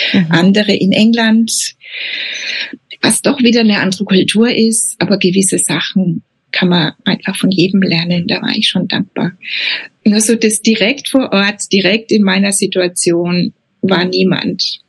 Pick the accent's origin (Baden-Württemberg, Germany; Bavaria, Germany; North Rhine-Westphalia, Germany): Bavaria, Germany; also ich bin aus dem Unterfränkischen